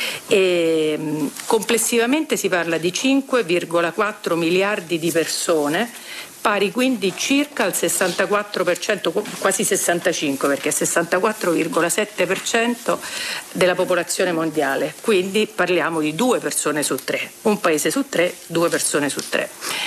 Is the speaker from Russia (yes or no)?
yes; Moscow, Russia; Io vengo da Mosca